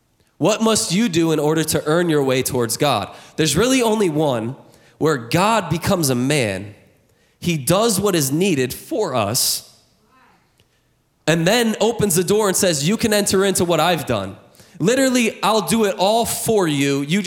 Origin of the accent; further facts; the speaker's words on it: Michigan, United States; now in Louisiana, United States; Growing up in Michigan, our professional football team is the Detroit Lions.